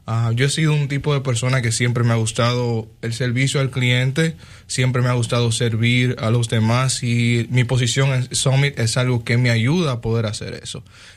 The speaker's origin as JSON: {"language": "Spanish", "country": "Dominican Republic", "said": "Yo soy dominicano."}